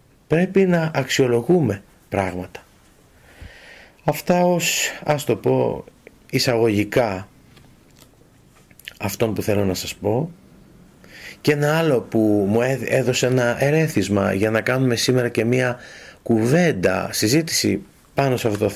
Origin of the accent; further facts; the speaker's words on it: Greece; όλοι μας που είμαστε Έλληνες και χριστιανοί